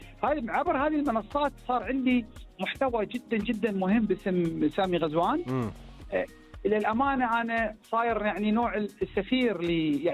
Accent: Bahrain

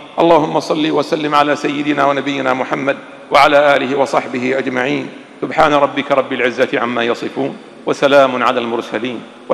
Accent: Bahrain; بلادنا البحرين

